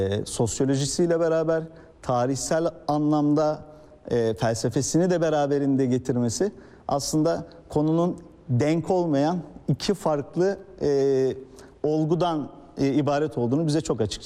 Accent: İzmir, Turkey; ama ben İzmirliyim, kendi memleketimde

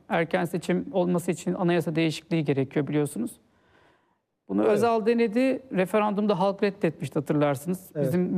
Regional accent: Denizli, Turkey; İzmir örneğini ben bir Egel olarak söyleyeyim. Ege Denizliliyim, işte İzmir'de abimler yaşıyor.

